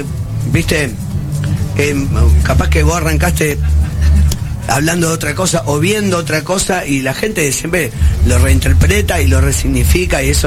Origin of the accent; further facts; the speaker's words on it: Argentina; medio tanguero, por ahí medio porteño, pero yo qué sé, creo que nos representa un poco, viste, cuando vas a otros países, lo primero que te dicen, ¿de dónde sos, argentino?